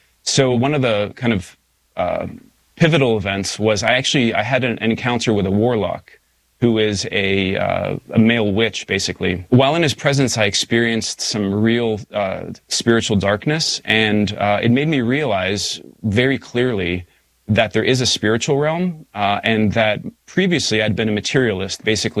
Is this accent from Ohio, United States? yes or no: no; Pittsburgh, Pennsylvania, United States; also born or lived in Saudi Arabia; family moved to Saudi Arabia. And then when I was eight, we moved to Pittsburgh, Pennsylvania. And so I grew up in Pittsburgh, had a really good childhood and a loving family. Grew up Catholic, going to church every week.